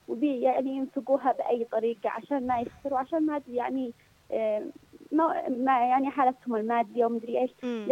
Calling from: Yemen

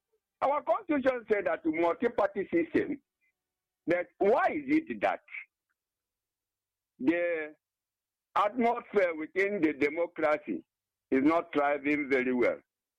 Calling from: Ebonyi, Nigeria; I'm calling from Isfokom, you know, it's a local government area of Ebonyi State.

